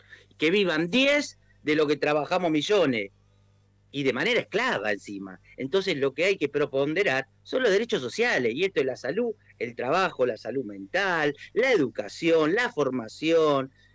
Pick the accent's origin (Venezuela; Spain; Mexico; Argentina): Argentina